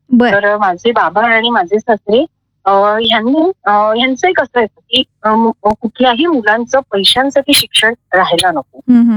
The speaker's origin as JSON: {"language": "Marathi", "town": "Nashik", "region": "Maharashtra", "country": "India", "tie": "born or raised there", "said": "मी नाशिकचंच आहे. माझं सासर आणि माही माझं दोघं पण नाशिकच आहे."}